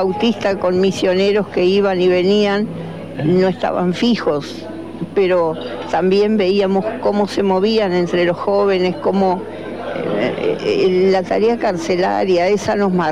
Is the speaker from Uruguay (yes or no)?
yes; Uruguay; como uruguayos tenemos que hacer lugar para todos